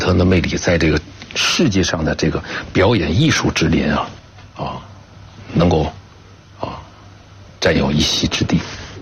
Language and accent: Chinese; China; 我们中国人